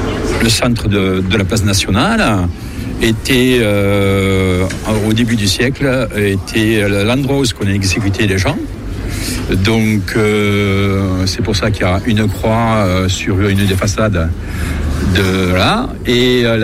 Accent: Montauban, Occitanie, France; Je suis né à Montauban il y a un peu plus de 60 ans et je vis à Montauban depuis toujours.

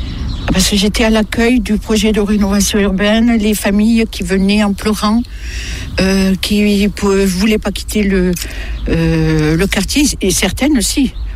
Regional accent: Cellier, France; now in Chambord, France; J'ai supplié mon mari de revenir sur Montauban, et moi j'ai atterri à Cellier, là où j'ai grandi avec mes parents et mes frères et sœurs. Et de Cellier, je suis partie aux Chênes. Des Chênes, je suis à Chambord.

